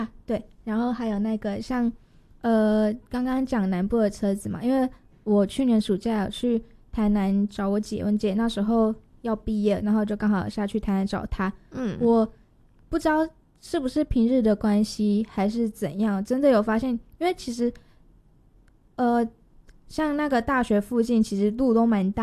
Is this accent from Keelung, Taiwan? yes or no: yes; Keelung, Taiwan; moved away as an adult; 因为其实我之前我是基隆人，所以国中高中以前就在基隆